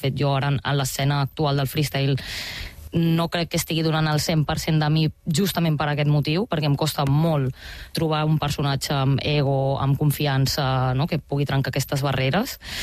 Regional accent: Barcelona, Catalonia, Spain; vaig a batalles de freestyle al meu barri, a Sant Andreu

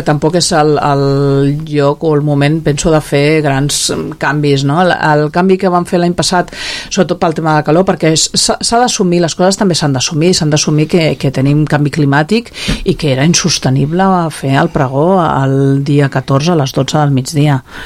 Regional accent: Cubelles, Catalonia, Spain; els que som de Cubelles de tota la vida, jo la meva família no ve de pagès, però nosaltres no... Jo sempre dic que soc de Cubelles de tota la vida, però els meus pares no ho eren

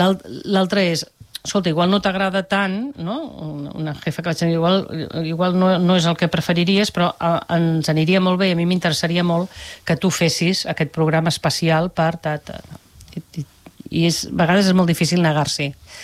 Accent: Barcelona, Catalonia, Spain; born there; Sí, vaig néixer a Barcelona.

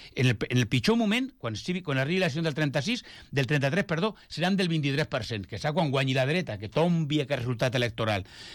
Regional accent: Herrera de Alcántara, Extremadura, Spain; moved away; also born or lived in Cáceres; Jo soc nascut a Càceres, però clar, vaig néixer a Càceres perquè a Herrera d'Alcántara, que és el meu poble, que està al costat de València d'Alcántara, on tenim la residència, la casa, la família, doncs no podíem néixer, havíem de néixer a Càceres.

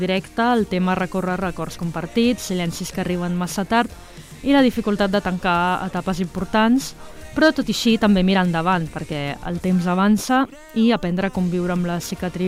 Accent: Sant Just Desvern, Catalonia, Spain; Jo m'estimo molt Sant Just, sóc d'aquí de tota la vida.

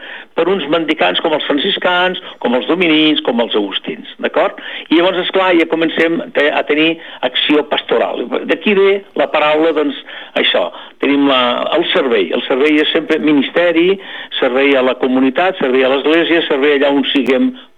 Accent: Lleida, Catalonia, Spain; born there; also born or lived in Terrassa / Barcelona; Jo sóc fill de Lleida. Lleida, i vaig néixer justament a la capital.

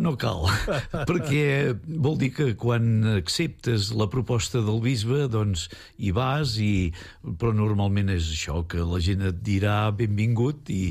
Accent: Hostalets d'en Bas, Catalonia, Spain; moved away; also born or lived in Rupit i Pruit / Figueres / Banyoles / Malgrat de Mar; Però als 4 anys vaig anar a Hostalets d'en Bas, i llavors jo sempre dic: soc d'Hostalets, perquè simplement doncs vaig estar 4 anyets que no recordo, de Rupit i Pruit, i he acabat doncs a Hostalets, i per tant de la Vall d'en Bas.

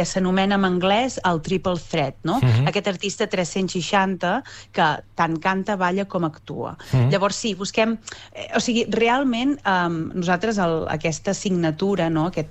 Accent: Olot, Catalonia, Spain; Com que jo soc d'Olot

